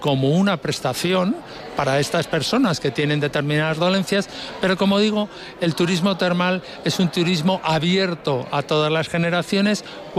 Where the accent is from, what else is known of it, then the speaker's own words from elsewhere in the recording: Madrid, Community of Madrid, Spain; soy de Madrid, vivo en Madrid.